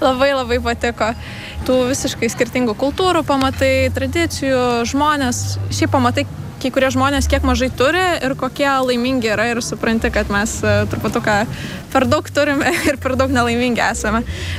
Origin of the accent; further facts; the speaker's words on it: Kėdainiai, Kaunas County, Lithuania; moved away as an adult; also born or lived in Vilnius / Asia; grįšiu savo gimtąjį miestą Kėdainius. Tai aš truputuką taip mėtausi. Ir jo, būsiu tarp Kėdainių ir Vilniaus